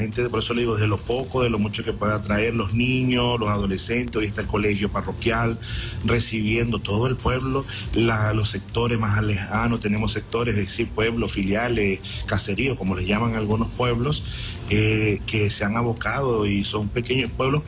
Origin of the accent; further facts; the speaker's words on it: Venezuela; vamos a pasar nosotros meses apoyando, ayudándonos como pueblo venezolano.